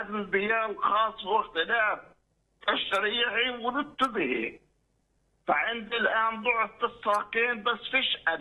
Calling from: Norway; انا ابن الرب من النرويج

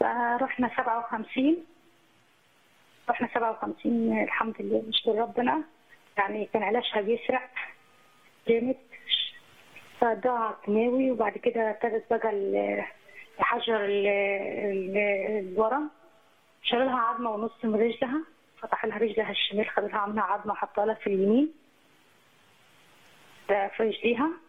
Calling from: Minya, Minya Governorate, Egypt; من المنيا.

